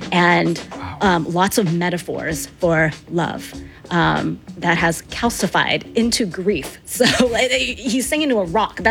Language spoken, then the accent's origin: English; Olympia, Washington, United States; he ended up in Olympia, Washington, which is my hometown.